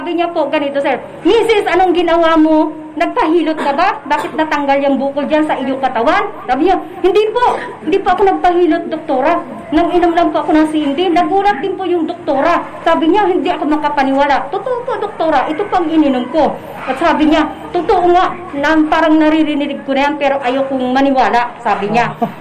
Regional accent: Mansalay, Oriental Mindoro, Philippines; taga Santa Brida, Mansalay, Oriental, Mindoro.

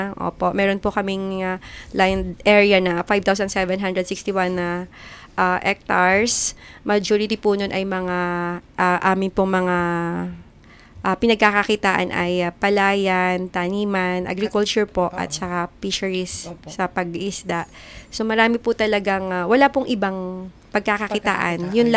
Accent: Alabat, Calabarzon, Philippines; born or raised there

